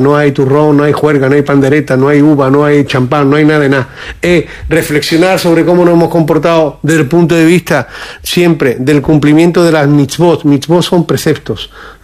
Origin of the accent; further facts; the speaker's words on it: Melilla, Spain; Nosotros, vale, en Melilla, como venimos de la expulsión de España de 1492, de haber convivido con la población bereber en el norte de África